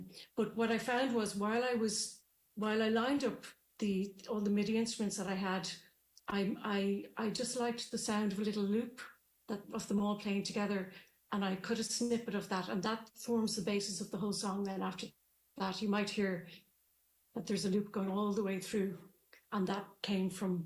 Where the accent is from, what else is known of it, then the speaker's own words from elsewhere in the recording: Dublin, Leinster, Ireland; now in Maynooth, Ireland; Well, I'm from Dublin. I grew up in suburbia, Dublin suburbia, near the sea. I could actually see the sea from my house. And I now live in Maynooth, which is a few miles further away.